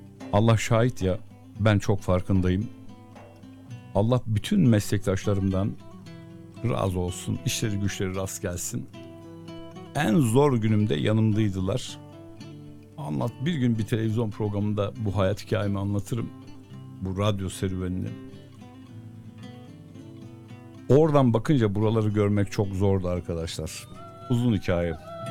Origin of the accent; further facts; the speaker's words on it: Sorgun, Yozgat, Turkey; Hem hemşerim, biliyorsunuz ben Sorgunluyum.